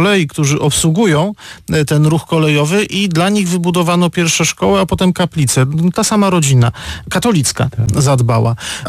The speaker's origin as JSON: {"language": "Polish", "town": "Odolanów", "region": "Greater Poland Voivodeship", "country": "Poland", "tie": "born or raised there", "said": "ja się wychowałem w rzeczywistości katolickiej. No, moja rodzina w Odolanowie, w południowej Wielkopolsce, była jedyną rodziną luterańską."}